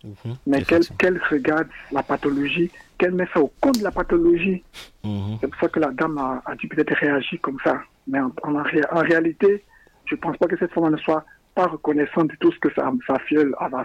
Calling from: Abidjan, Côte d’Ivoire; De Yopougon, Sainte-Rita.

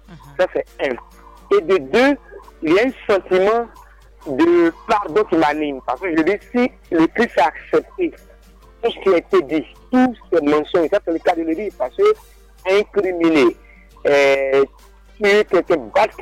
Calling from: Abidjan, Côte d’Ivoire; dans notre temple, à Gonzague ici

